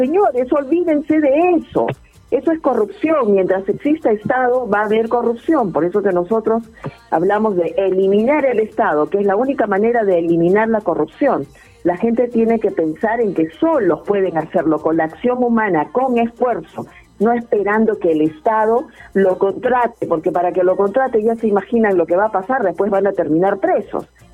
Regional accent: Tacna, Peru; Tacna, es una ciudad hermosa y donde se respira heroicidad. Ya se podrán imaginar cómo es mi tierra, porque yo soy una mujer tacneña aguerrida, como todas las mujeres tacneñas.

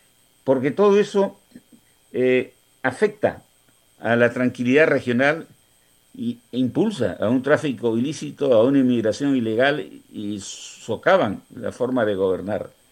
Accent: Peru; moved away; Como soy peruano, no se me quita de pensar que siempre estoy en el Perú.

